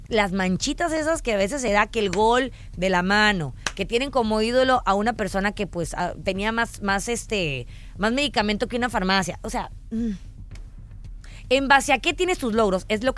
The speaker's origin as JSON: {"language": "Spanish", "country": "Mexico", "said": "O sea, si dicen que uno como mexicano se... Bueno, también como mexicano no podemos decir nada"}